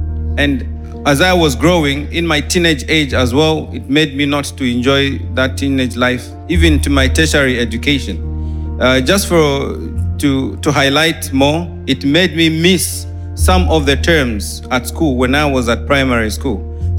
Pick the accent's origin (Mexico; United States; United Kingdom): United Kingdom; I come from United Kingdom. I come from a very humble background. I was born premature, around 6 months.